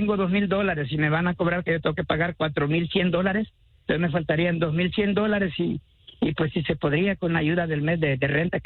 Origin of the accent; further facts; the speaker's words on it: San Salvador, El Salvador; No, hombre. Soy de San Salvador. Pero sí, mi mamá era de Usulután.